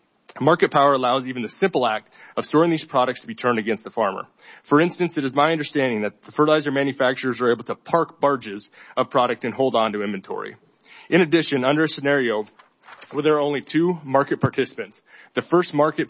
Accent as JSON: {"language": "English", "town": "Hamel", "region": "South Dakota", "country": "United States", "said": "I'm a farmer from Hamel, South Dakota, and president of the South Dakota Corn Growers Association."}